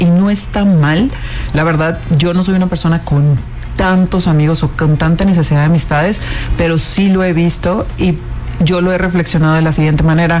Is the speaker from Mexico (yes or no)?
yes; Monterrey, Nuevo León, Mexico; accent: norteño; moved away as an adult; also born or lived in Mexico City / Villahermosa; tuve que bajar mi ritmo y mi tono tan golpeado que tenemos en el norte. Yo soy regia, regia, y se me nota hasta el hueso.